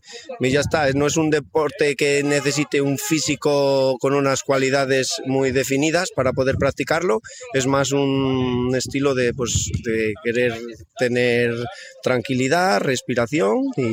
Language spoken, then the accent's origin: Spanish; Cantabria, Spain; Yo que por ejemplo somos de Cantabria, tenemos la campeona de España de esta modalidad